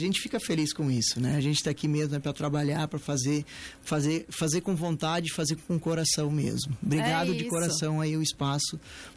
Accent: Santa Clara do Sul, Rio Grande do Sul, Brazil; Eu sou lá de Santa Clara

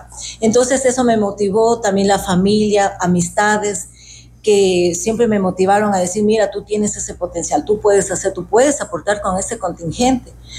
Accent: Quito, Pichincha, Ecuador; born there; now in Catamayo, Ecuador; nací en Quito, vivo aquí en Catamayo ya por más de 30 años.

